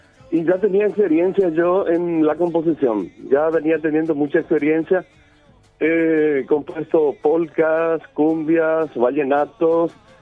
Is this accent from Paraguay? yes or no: yes; Paraguay; moved away as an adult; also born or lived in Argentina; Paraguayo, pero viví 18 años de mi juventud en la Argentina. Apenas terminé el colegio y ya me trasladé a la Argentina a estudiar locución, a estudiar canto y vocalización